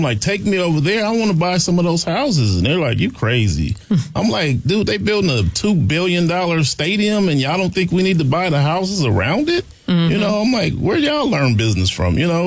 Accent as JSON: {"language": "English", "town": "Compton", "region": "California", "country": "United States", "tie": "born or raised there", "said": "growing up in Compton, it was kind of different for me."}